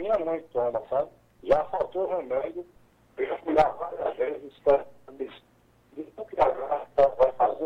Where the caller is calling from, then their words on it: Santa Rita, Paraíba, Brazil; No PSF Fábrica de Lourdes, aqui em Tibiri Fábrica.